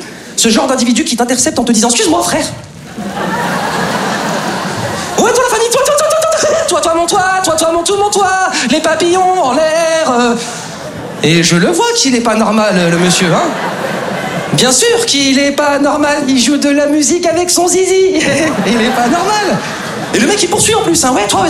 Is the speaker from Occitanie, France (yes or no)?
no; Lyon, Auvergne-Rhône-Alpes, France; Je dis « Non, je suis de Lyon. »